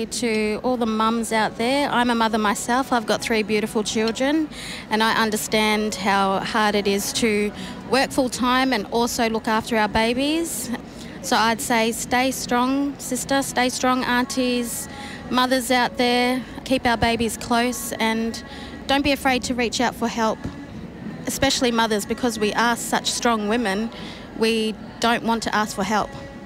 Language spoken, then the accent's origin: English; Western Australia, Australia; So I'm originally from Noongar Boodja, Noongar country. So my mob is Wajak Belodong. So yeah, Noongar country, representing all the Noongars here.